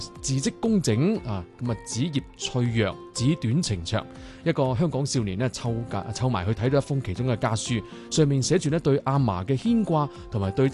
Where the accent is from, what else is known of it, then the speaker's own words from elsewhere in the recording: Jiangmen, Guangdong, China; 咁啊呢次行程嘅高潮咧就发生喺呢个我家乡啊，就系江门五一华侨华人博物馆里头。